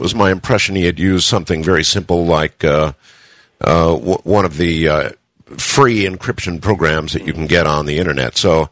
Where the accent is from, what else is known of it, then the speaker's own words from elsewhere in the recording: United States; now in Philippines; as an American, you certainly notice it. Here in the Philippines